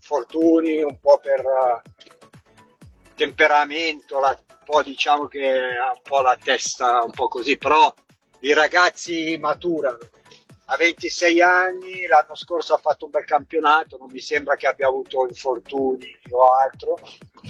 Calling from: Bollate, Lombardy, Italy; da Bollate

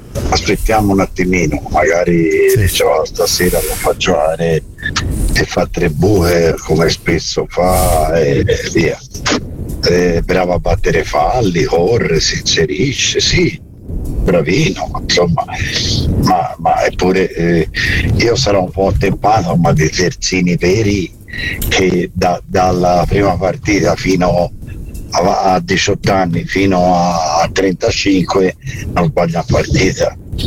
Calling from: Florence, Tuscany, Italy; da Firenze.

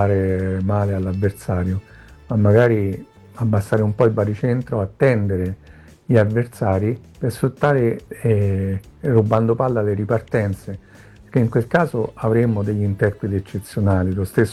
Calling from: Rome, Lazio, Italy

